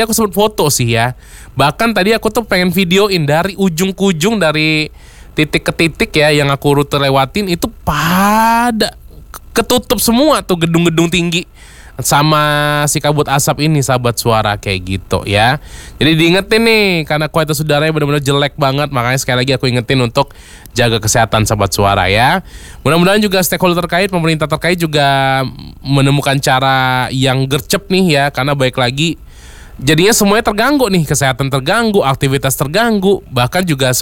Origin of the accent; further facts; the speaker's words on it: Palembang, South Sumatra, Indonesia; kita-kita sebagai warga Palembang